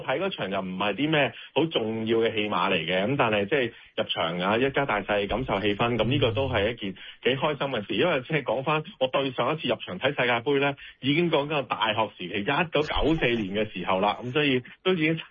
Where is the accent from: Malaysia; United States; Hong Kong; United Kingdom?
Hong Kong; 作為一個香港人